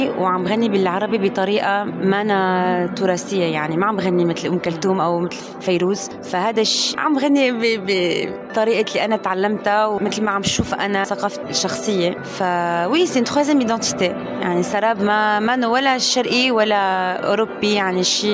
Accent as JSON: {"language": "Arabic", "country": "Syria", "also_born_or_lived": "France", "said": "أنا كفرنسية وسورية ما في كتير أوقات ما كان أعرف من وين أنا، يعني إذا أنا سورية أو فرنسية"}